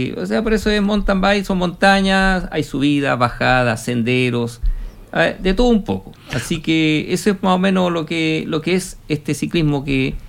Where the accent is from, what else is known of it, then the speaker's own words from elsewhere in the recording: Iquique, Tarapacá, Chile; born there; moved away as an adult; si bien yo soy iquiqueño